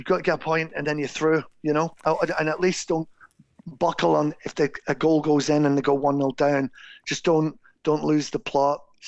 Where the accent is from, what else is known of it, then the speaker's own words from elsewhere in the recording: Scotland, United Kingdom; now in Boston, United States; we're a little pocket within Boston of being Scottish.